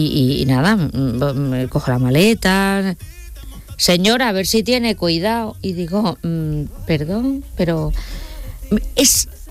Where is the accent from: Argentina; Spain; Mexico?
Spain; now in Dominican Republic; la españolita, que es como me llaman